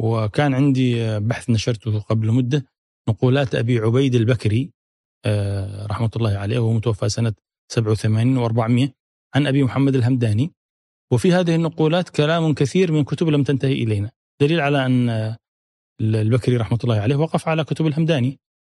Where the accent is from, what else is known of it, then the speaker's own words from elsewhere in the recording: Rada'a, Al Bayda Governorate, Yemen; أنا من قيفة، من تابعة لردع، وهي من مساكن حمير في في القدم، وإن كانت سكنتها مذعج ولكن هي في الأصل من مساكن حمير.